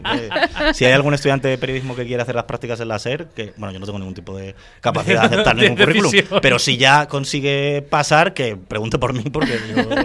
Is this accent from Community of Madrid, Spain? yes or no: no; Yecla, Region of Murcia, Spain; moved away; yo en mi biografía en redes sociales siempre pongo yeclano ausente, porque es como me siento. Yo me siento de Yecla